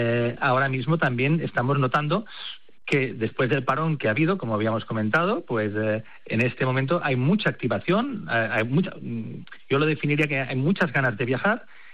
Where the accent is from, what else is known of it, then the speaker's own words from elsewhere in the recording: Spain; somos muchos los españoles que viajamos